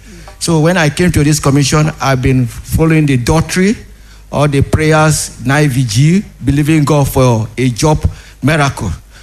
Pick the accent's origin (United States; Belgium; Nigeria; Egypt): Nigeria; Cross River; I'm from Cross River State.